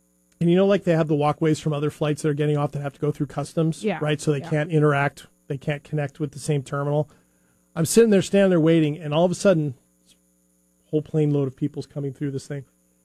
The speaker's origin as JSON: {"language": "English", "country": "United States", "said": "I'm an American. I'm very screaming not local, right?"}